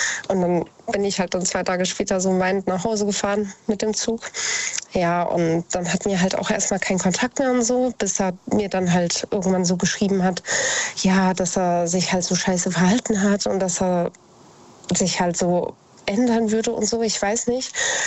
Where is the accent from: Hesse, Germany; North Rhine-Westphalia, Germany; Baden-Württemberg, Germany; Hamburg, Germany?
Hesse, Germany; Idstein; born or raised there